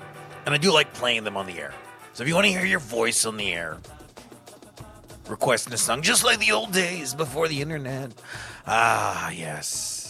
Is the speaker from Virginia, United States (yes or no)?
no; California, United States; Okay, I speak a little Spanish. I'm from California, and I have a Hispanic surname.